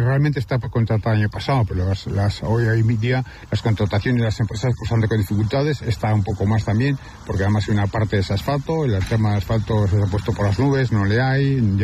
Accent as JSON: {"language": "Spanish", "town": "Guardo", "region": "Castile and León", "country": "Spain", "said": "Bienvenidos a mi pueblo."}